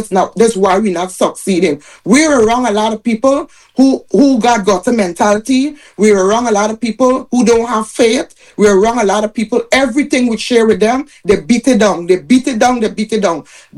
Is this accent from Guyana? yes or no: yes; Guyana; now in Houston, United States; I'm living in Houston, Texas, but I'm from Guyana. I'm Guyanese.